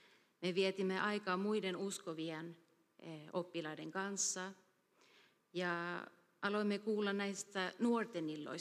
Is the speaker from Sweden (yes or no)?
yes; Borås, Västra Götaland, Sweden; Olen kasvanut Borosissa, ja monet eivät tietää sen, että olen täällä syntynyt.